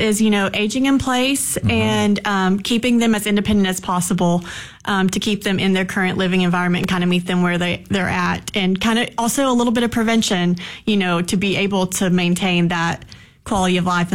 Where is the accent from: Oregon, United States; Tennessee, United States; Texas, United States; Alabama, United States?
Tennessee, United States; Kingsport; I am from Kingsport, Tennessee originally. I am a native here